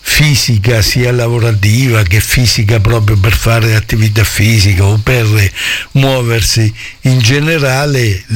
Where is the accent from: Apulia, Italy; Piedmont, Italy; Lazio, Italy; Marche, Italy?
Marche, Italy; Montappone; born there; poi detto da me che sono nato a Montappone, che dove i cappelli si fanno per tutto il mondo